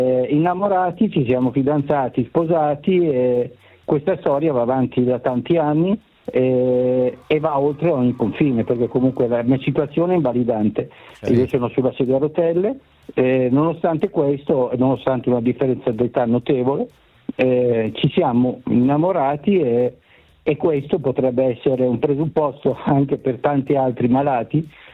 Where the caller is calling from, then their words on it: Milan, Lombardy, Italy; Da Milano.